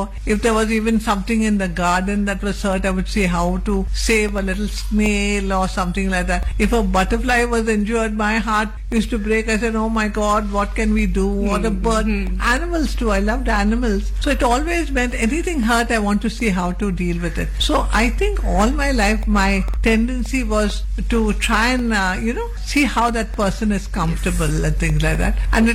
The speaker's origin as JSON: {"language": "English", "region": "Karnataka", "country": "India"}